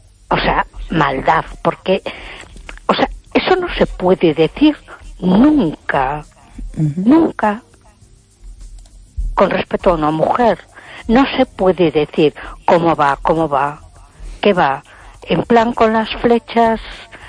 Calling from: A Coruña, Galicia, Spain; de Coruña.

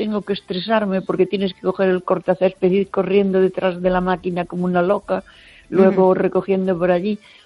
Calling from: Baiona, Galicia, Spain

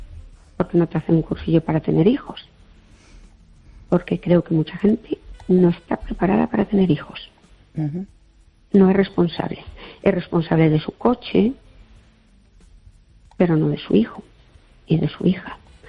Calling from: Fene, Galicia, Spain

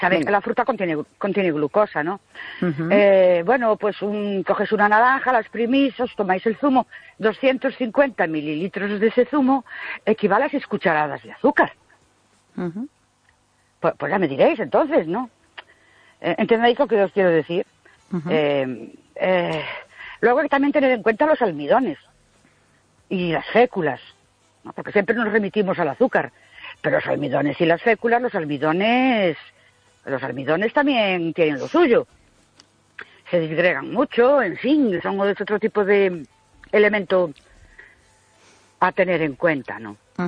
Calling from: Ourense, Galicia, Spain; de Ourense otra vez.

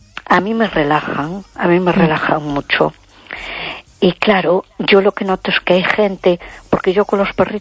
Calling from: A Coruña, Galicia, Spain; de Coruña.

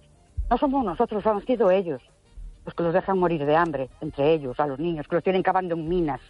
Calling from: Ourense, Galicia, Spain; soy … de Orense

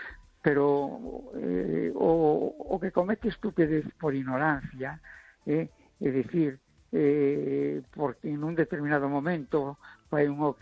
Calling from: A Coruña, Galicia, Spain; de La Coruña.

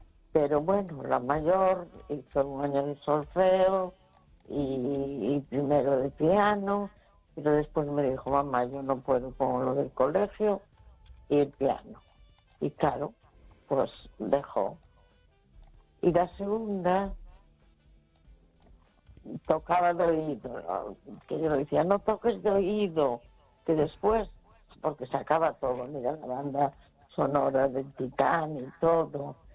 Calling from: A Coruña, Galicia, Spain; de La Coruña.

